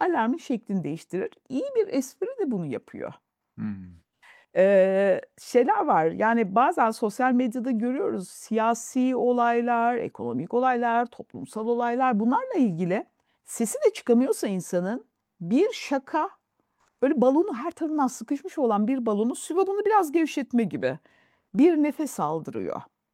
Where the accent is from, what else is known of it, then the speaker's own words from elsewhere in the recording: Hatay, Turkey; Hataylıyım ben. Yani bir yandan da bir depremzedeyim.